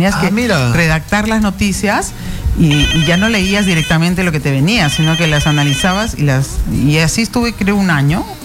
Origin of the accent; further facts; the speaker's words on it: Peru; Somos peruanos todos